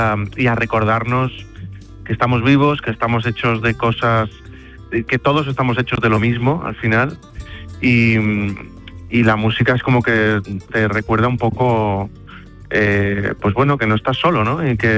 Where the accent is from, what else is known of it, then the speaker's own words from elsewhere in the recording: Seville, Andalusia, Spain; tengo mucha ganas de volver a mi tierra, de volver a Sevilla